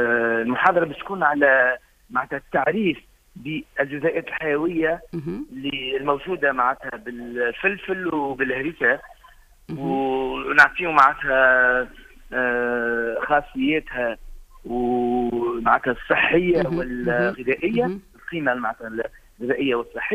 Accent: Tunisia; عندنا في تونس

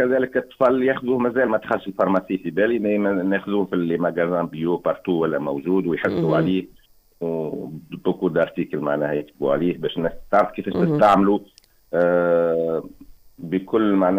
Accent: Tunisia; عندنا في تونس نعرف في تونس

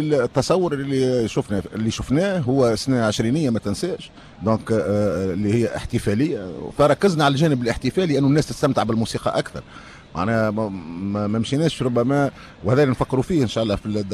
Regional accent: Tunisia; عندنا في تونس

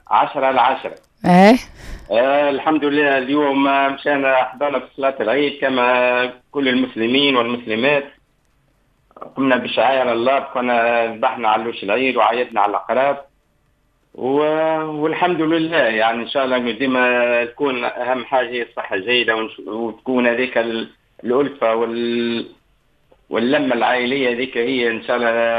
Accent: Kebili, Kebili Governorate, Tunisia; من أصيل منطقة قبلي، وبالتحديد الرابطة.

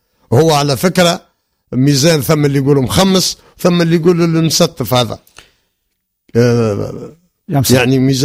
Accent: Sfax, Sfax Governorate, Tunisia

